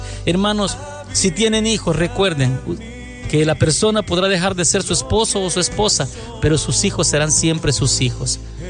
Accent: El Salvador; now in United States; yo soy del Salvador, vivo aquí en Estados Unidos

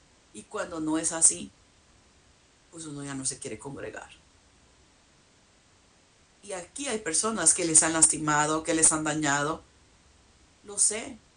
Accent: Mexico; como los mexicanos decimos

